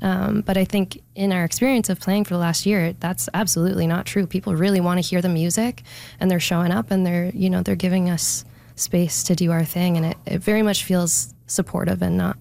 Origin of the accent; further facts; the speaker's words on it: Fredericton, New Brunswick, Canada; now in Saint John, Canada; I grew up in Fredericton, but I have lived the last few years in St. John